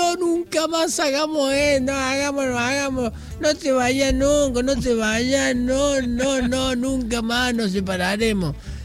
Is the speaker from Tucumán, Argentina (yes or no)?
no; Córdoba, Argentina; born there; Yo nací en Córdoba, en barrio Pueyrredón, en calle 95.